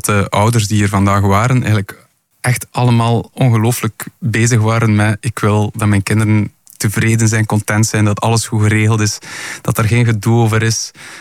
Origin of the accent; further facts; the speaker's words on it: Flanders, Belgium; Want ik denk dat wij daar als Vlaming misschien niet zo goed in zijn om te praten over wat als ik er niet meer ben